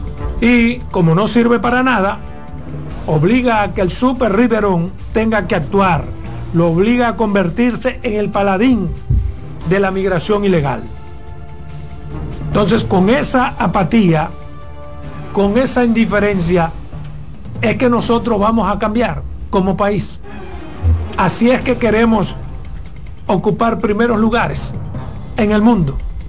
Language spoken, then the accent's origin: Spanish; Dominican Republic